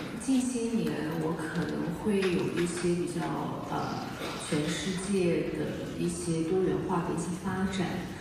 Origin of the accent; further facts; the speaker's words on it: China; 虽然我是中国的演员